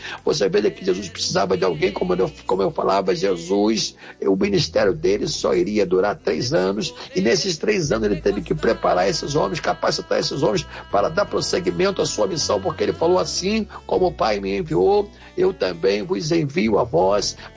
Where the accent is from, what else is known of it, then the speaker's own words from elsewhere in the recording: Brazil; eu sou brasileiro